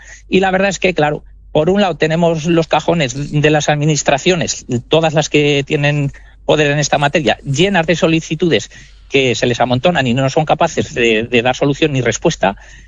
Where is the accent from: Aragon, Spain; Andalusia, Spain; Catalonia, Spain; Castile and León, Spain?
Aragon, Spain; Huesca; porque soy de Huesca y tampoco los tengo muy cogidos